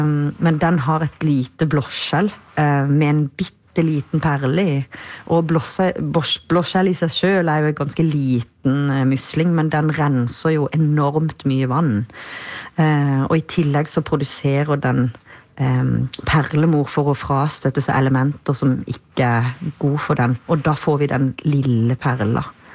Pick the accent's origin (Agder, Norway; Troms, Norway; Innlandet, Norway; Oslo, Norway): Agder, Norway; Kristiansand; min hjemby där jag är född Kristiansand.